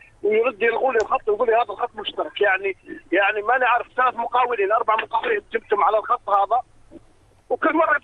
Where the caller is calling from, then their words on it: Mafraq, Mafraq Governorate, Jordan; انا من المفرق